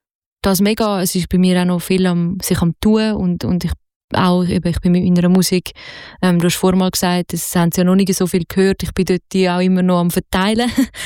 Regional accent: Zurich, Switzerland; Also natürlich, ich meine, ich bin aus Zürich, aber ich glaube grundsätzlich, also ich höre ja auch Mundart von mit anderem Dialekt und fühle mich angesprochen.

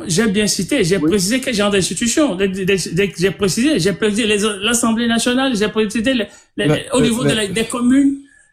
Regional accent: Togo; C'est une démocratie apaisé par rapport à ce que nous avons chez nous au Togo. Chez nous, ce n'est pas une démocratie.

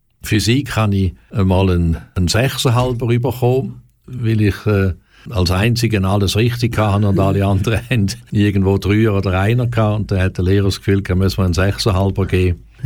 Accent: Romanshorn, Thurgau, Switzerland; born or raised there; now in Aargau, Switzerland

